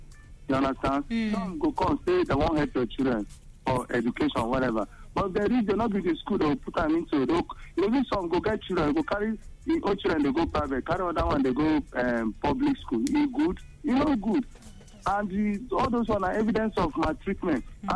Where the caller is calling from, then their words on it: Delta, Nigeria; I'm calling from Izuzu, Delta State.